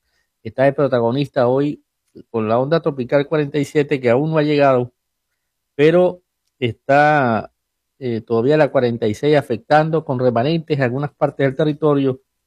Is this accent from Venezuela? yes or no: yes; Caracas, Capital District, Venezuela; Un navegado, porque yo soy caraqueño oriental.